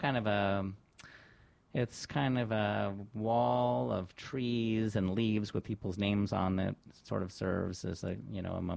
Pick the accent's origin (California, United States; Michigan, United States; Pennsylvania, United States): California, United States; Ventura; growing up in Ventura, I always saw the hillsides, you know, behind us.